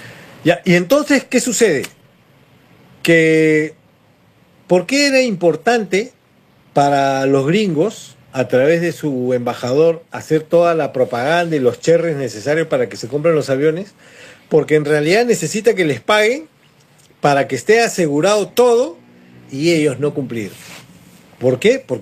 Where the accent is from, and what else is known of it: Peru